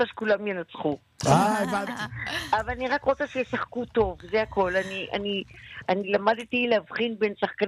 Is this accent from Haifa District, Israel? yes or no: no; Jerusalem, Jerusalem District, Israel; לא, האמת היא שכאילו במקור אני ירושלמית, כן?